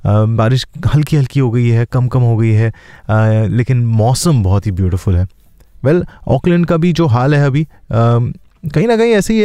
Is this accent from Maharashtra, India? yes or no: yes; Nashik, Maharashtra, India; मैं जहाँ पे पला बड़ा हूँ इंडिया में, नासिक में, अगस्त का महीना use to be a very gorgeous month